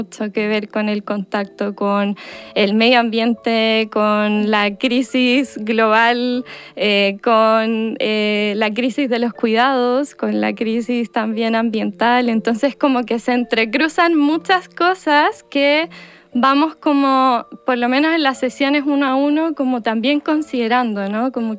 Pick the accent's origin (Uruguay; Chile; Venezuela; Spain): Chile; Villarrica, Araucanía; moved away; yo soy del sur, de Villarrica